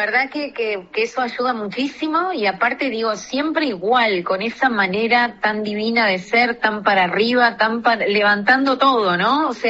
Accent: Santa Lucía, Canelones, Uruguay; moved away as an adult; now in Montevideo, Uruguay; De Santa Lucía, mi querida ciudad

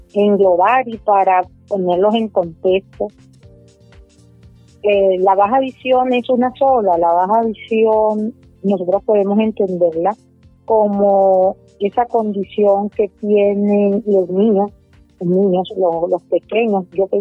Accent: Valledupar, Cesar, Colombia; also born or lived in Sogamoso, Boyacá; una ciudad fría, pero hermosa, del departamento de Boyacá, Sogamoso, principalmente es mi tierra de nacimiento, pero muy pequeña me llevaron mis padres, me trajeron para Valledupar Cesar, tierra que ustedes conocen, de acordeones, de música, de cultura vallenata, de amor, de comidas deliciosas.

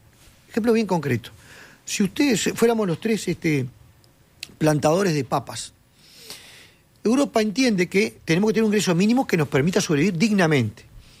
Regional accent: Uruguay; somos un país chico también en el Mercosur, no somos Argentina, no somos Brasil

